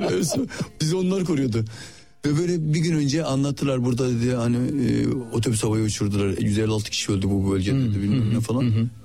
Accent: Adana, Turkey; Canım Adana'nın ben Varoş mahallesinde işte gettosu, Koca Vezir denilen bir yerdir. Hani böyle orada yetiştim.

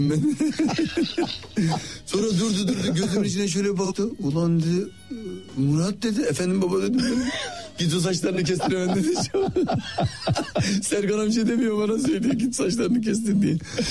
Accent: Adana, Turkey; Canım Adana'nın ben Varoş mahallesinde işte gettosu, Koca Vezir denilen bir yerdir. Böyle orada yetiştim. Şimdi genelde Suriyeli, Afganların doldurduğu bir yer. Yani öyle bir yerde yetiştim.

